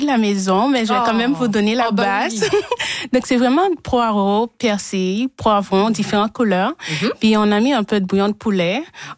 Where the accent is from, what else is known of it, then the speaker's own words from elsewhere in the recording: Haiti; Chez nous, en Haïti